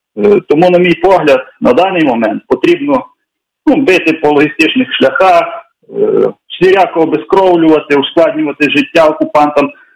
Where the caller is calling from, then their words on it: Ivano-Frankivsk Oblast, Ukraine; я з Івано-Франківщини.